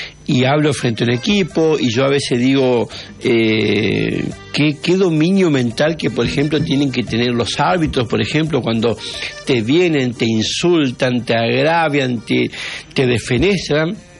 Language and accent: Spanish; Argentina; lo que estamos viviendo como argentino